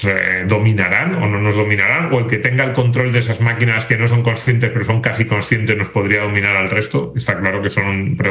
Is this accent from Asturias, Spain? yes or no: yes; Asturias, Spain; Me voy a quedar aquí en mi pueblo en Asturias, me voy a poner a plantar pepinos y a decir, me da igual lo que hagan por ahí, yo me quedo en lo básico, en la tierra.